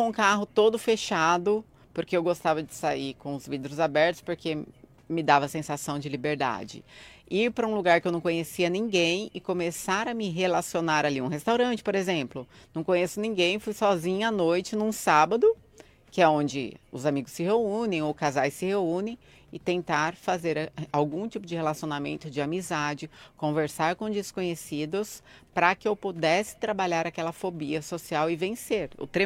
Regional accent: Guaratinguetá, São Paulo, Brazil; born there; eu passei essa Páscoa na chácara do meu pai, que foi onde eu nasci, na cidade de Guaratinguetá.

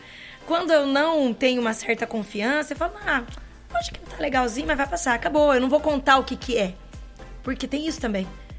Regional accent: Brazil; Nós somos brasileiros e palmeirenses.

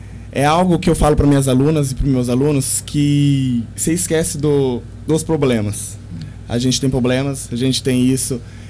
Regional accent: Monte Alto, São Paulo, Brazil; Nascido e criado aqui em Monte Alto, lá no bairro Alvorada. Nasci e criado lá, né?

